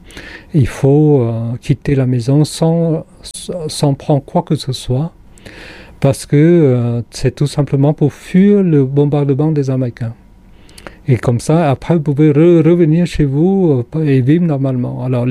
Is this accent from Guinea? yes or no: no; Cambodia; French is a second language; moved away as an adult; now in France; À l'époque, c'était en avril 1975, j'ai quitté le Cambodge.